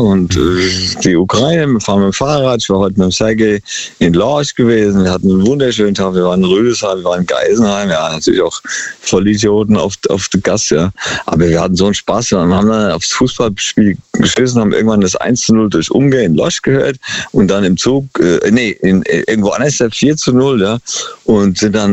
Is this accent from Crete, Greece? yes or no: yes; Crete, Greece; German is a second language; Kreta, meine Heimat eigentlich, Palle Castro.